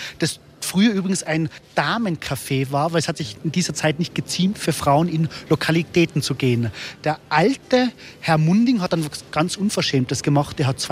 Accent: Tyrol, Austria; muss ich jetzt natürlich als Tiroler sagen

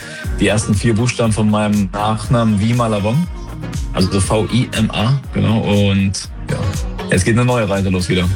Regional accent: Kühlstedt, Thuringia, Germany; Ich bin aufgewachsen in Kühlstedt, das ist so ein kleines Dorf im Eichsfeld.

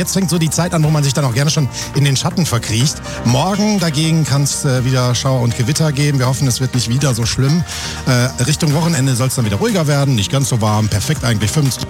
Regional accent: Thuringia, Germany; Ja, wir haben nämlich Würste dabei, weil als Thüringer ist es nie zu früh zum Grillen.

